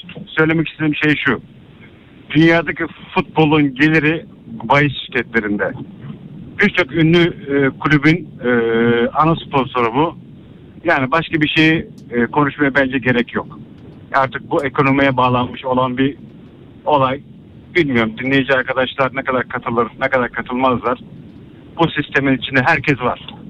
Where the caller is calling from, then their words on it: Istanbul, Turkey; İstanbul'dan arıyorum.